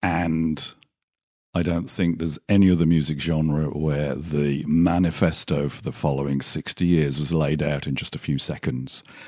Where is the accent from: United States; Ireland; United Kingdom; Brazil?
United Kingdom; Midlands; I managed to do the accent like JBDA did, but that's my accent, so it's a lot easier for me. Anyway, we're in the Midlands